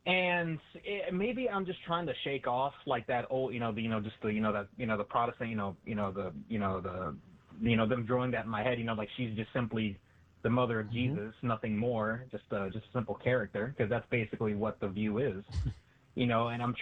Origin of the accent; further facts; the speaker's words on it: Texas, United States; growing up in Southern Texas, like there's predominantly Hispanic demographic, and you see images of, you know, Lady Guadalupe everywhere. And, you know, growing Southern Baptist